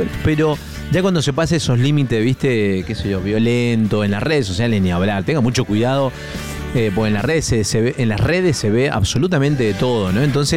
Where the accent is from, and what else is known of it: Argentina